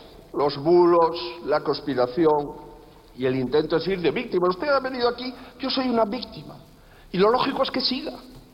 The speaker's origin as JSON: {"language": "Spanish", "country": "Spain", "said": "Aquí las únicas víctimas del gobierno corrupto como el suyo somos los españoles."}